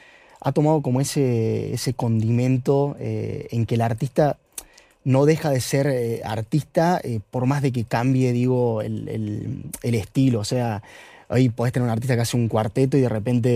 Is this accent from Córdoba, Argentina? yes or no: yes; Villa Rumipal, Córdoba, Argentina; porque somos 3.000 habitantes, en Rumipal se llama mi pueblo. Y de repente llegar a Buenos Aires, que yo era la segunda vez que venía en mi vida a Buenos Aires